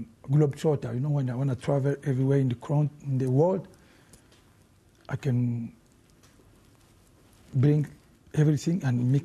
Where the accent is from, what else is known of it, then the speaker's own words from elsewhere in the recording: Kinshasa, DR Congo; English is a second language; I never speak Swahili when I grew up in Kinshasa, so just Lingala, a little bit French.